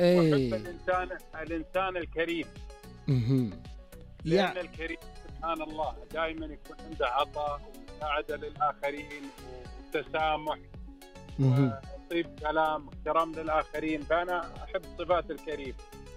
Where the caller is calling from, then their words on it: Riyadh, Riyadh Province, Saudi Arabia; اكلمك من الرياض